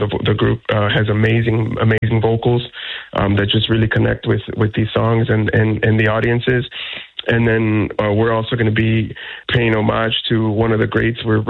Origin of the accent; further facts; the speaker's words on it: Chicago, Illinois, United States; being from Chicago. Our studio is literally blocks away from Soldier Field in the South Loop. So it was just a special moment. I myself, being Mexican American, first generation Mexican American